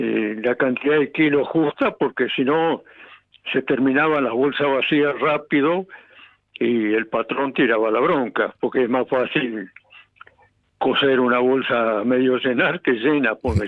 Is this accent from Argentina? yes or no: yes; Guanguelén, Buenos Aires, Argentina; born there; mi padre es vasco, mi madre árabe, y en mi pueblo estaba lleno de árabes, judíos, turcos, gallegos, italianos, polaco